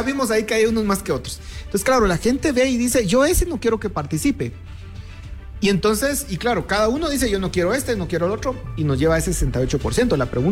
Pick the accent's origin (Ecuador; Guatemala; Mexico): Guatemala